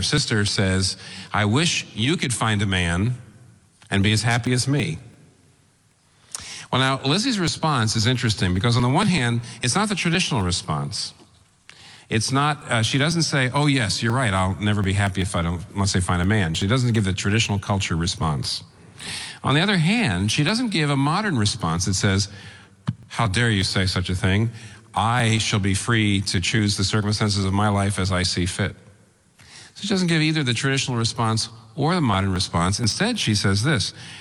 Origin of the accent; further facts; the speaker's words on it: Pennsylvania, United States; And that's why I'm here. I'm from Pennsylvania.